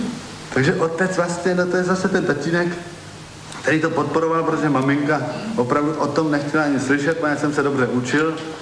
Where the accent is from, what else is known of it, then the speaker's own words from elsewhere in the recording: Vizovice, Zlín Region, Czechia; moved away as an adult; also born or lived in Brno; now in Czech Republic; V 18 letech jsem opustil svoje rodné město a ještě donedávna jsem větší část svého života prožil ve Vizovicích, než kdekoliv jinde.